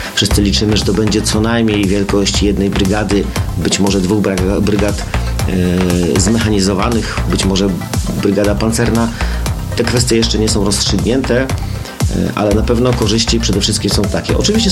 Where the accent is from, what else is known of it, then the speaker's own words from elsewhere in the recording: Wrocław, Lower Silesian Voivodeship, Poland; mówię to już jako wrocławianin